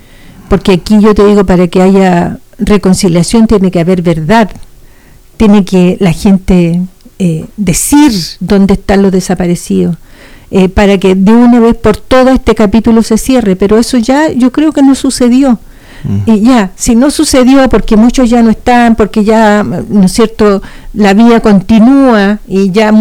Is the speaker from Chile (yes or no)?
yes; Chile; nosotros tenemos que buscar un punto de encuentro como chilenos.